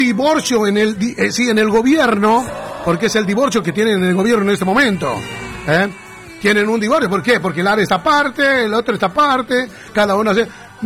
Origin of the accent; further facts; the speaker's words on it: Bolivia; now in Argentina; me duele como boliviano